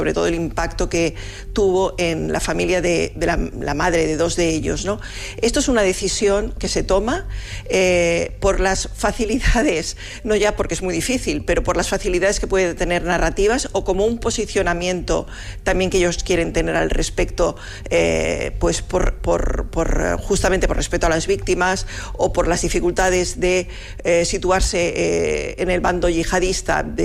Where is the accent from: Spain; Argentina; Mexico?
Spain; Seville, Andalusia; now in Barcelona, Spain; bueno, soy sevillana, pero he sido en Barcelona desde hace muchos años